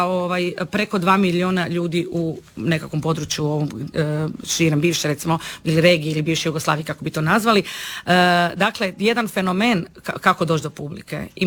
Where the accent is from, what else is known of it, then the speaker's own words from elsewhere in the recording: Pula, Istria County, Croatia; Ja sam odrasla u Puli, uz pulski vatromet